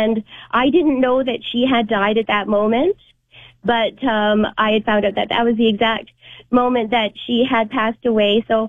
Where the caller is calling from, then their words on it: Edmonton, Alberta, Canada; I'm calling from Edmonton, Alberta.